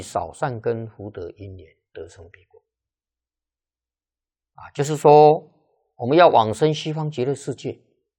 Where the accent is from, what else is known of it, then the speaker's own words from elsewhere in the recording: China; 那我们中国人习惯了用善恶，不用黑白。